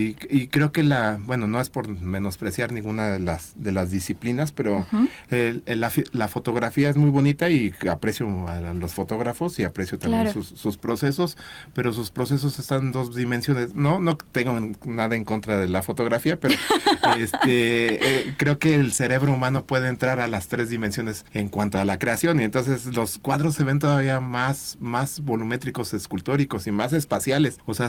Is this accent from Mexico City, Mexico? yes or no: yes; Mexico City, Mexico; now in Querétaro, Mexico; Sí, mira, pues yo soy de la Ciudad de México y pues ya tengo muchos años aquí en Querétaro. Tengo más años en Querétaro que en la Ciudad de México, pero...